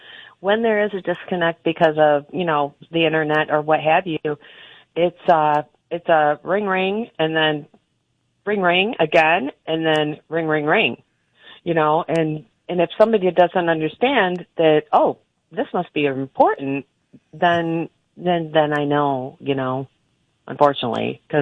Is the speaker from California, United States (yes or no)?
no; Michigan, United States; I'm from Michigan.